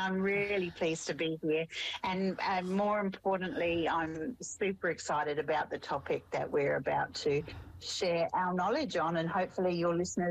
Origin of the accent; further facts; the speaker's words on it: Australia; accent: Australian twang; moved away as an adult; also born or lived in United Kingdom; now in New Zealand; I am Australian, if you haven't picked up the twang just yet, albeit my home is certainly New Zealand. I married a Niuean Pacific Island fellow, and I have three teenagers right now.